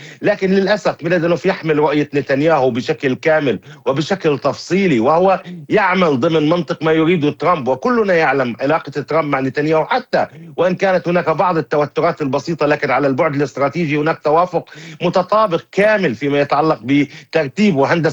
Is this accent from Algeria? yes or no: no; Palestine; نحن كشعب فلسطيني حركة تحرر وطني،